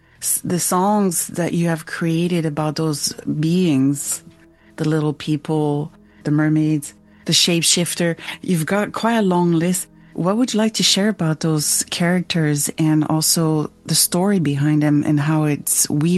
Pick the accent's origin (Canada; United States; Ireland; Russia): Canada; Montreal, Quebec; moved away; also born or lived in Saskatchewan; I'm from Montreal and I had the privilege of living in Saskatchewan.